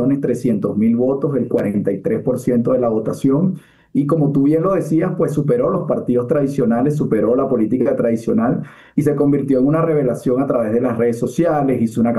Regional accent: Venezuela; para mí como venezolano

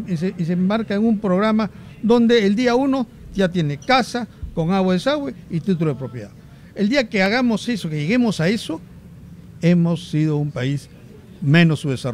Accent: Lima, Peru; estamos como limeños

